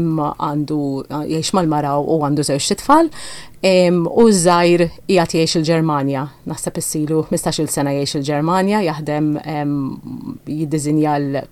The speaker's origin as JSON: {"language": "Maltese", "town": "Birkirkara", "region": "Central Region", "country": "Malta", "tie": "born or raised there", "said": "Mal-ġenituri tiegħi kont noqgħod bil-Kirkara, għamil żmien twil ngħix hemmhekk, kont immur skola l-Imrieħel, il-Junior Lyceum, viċin ħafna kont nimxi għall-iskola"}